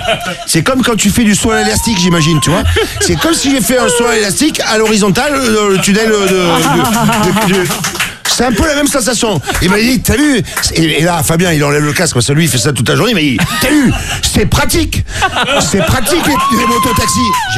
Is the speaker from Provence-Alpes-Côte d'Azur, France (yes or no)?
yes; Marseille, Provence-Alpes-Côte d'Azur, France; je suis Marseillais